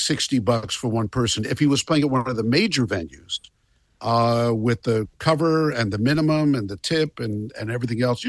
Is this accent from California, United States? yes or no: no; Bergen County, New Jersey, United States; I was growing up in Burton County, New Jersey, which is not that far, but the George Washington Bridge was in between